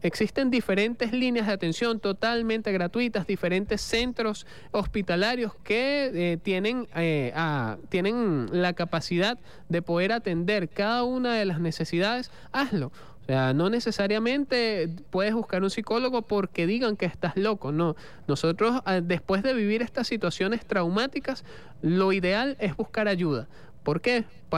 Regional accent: Venezuela; Somos venezolanos, somos venezolanas

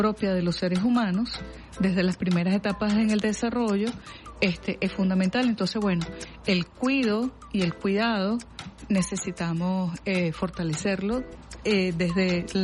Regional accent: Venezuela; esto que nos caracteriza como venezolanas y venezolanos, como caribeñas y caribeños

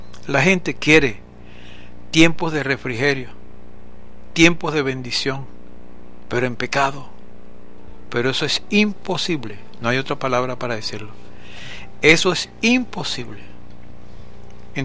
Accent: Carúpano, Sucre, Venezuela; Yo me crié en Carúpano. Y era Casanay. La carretera era de tierra y no había transporte como ahora.

